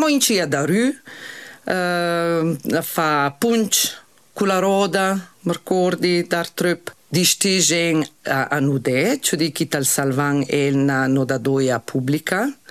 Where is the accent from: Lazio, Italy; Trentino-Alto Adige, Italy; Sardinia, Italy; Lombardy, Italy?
Trentino-Alto Adige, Italy; Corvara; Io sono cresciuta su a Corvara. Io sono giunta a scuola in Corvara.